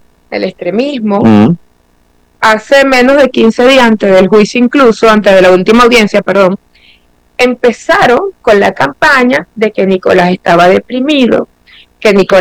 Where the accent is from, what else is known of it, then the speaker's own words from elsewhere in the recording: Venezuela; yo me siento como mujer y como venezolana bien representada.